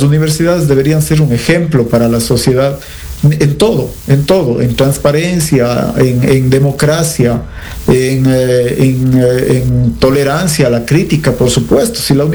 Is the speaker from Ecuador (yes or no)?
yes; Ecuador